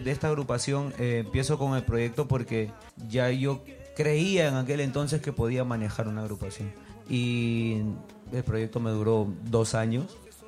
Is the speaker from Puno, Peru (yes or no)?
no; La Victoria, Lima, Peru; Yo soy de La Victoria.